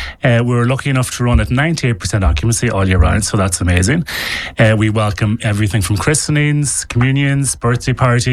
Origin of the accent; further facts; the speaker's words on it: Carrigart, Ulster, Ireland; now in Westport, Ireland; I'm from Carrigar, a little village up past Letterkenny on the coast.